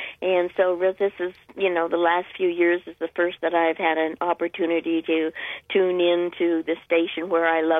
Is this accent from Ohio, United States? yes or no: yes; Ravenna, Ohio, United States; also born or lived in Columbus, Ohio; now in Akron area, United States; actually, I moved here just 5 years ago from Columbus, even though I'm originally from Ravenna.